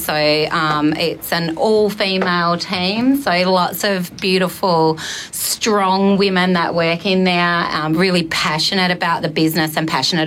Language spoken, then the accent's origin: English; Murray, Australia; because I am from the Murray, I just love the area.